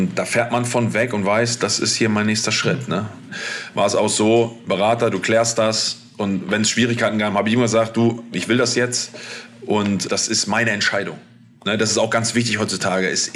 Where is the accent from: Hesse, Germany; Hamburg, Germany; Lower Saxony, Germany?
Lower Saxony, Germany; Hanover; moved away as an adult; auf einmal spielst du als Hannoveraner für 96